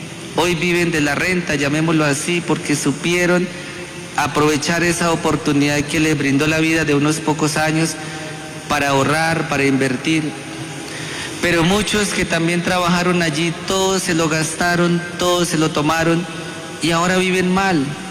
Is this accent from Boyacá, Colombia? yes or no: yes; Santa María, Boyacá, Colombia; Yo soy de Santa María.